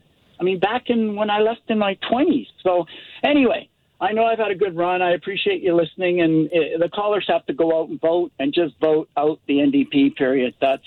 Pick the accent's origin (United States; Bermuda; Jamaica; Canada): Canada; Richmond, British Columbia; moved away as an adult; I used to live in Richmond I grew up in Richmond for a long time.